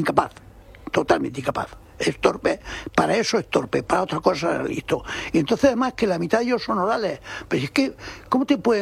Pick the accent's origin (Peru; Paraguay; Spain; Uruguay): Spain; yo soy un español normal. Yo soy español normal